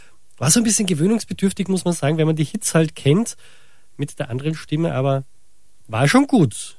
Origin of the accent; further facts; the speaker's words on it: Vienna, Austria; ich war in Wien, in meiner Heimat